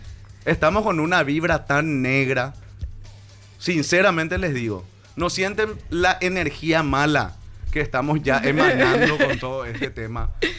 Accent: Paraguay; Yo que no puedo ser un paraguayo que defiende su país de otra manera.

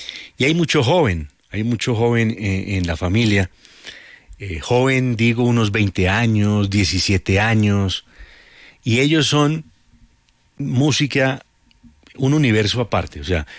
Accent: Bogotá, Colombia; nosotros los bogotanos, hablo de Bogotá

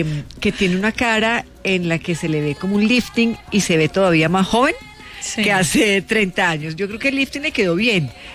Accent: Colombia; llevando esta música que nos representa como colombianos.

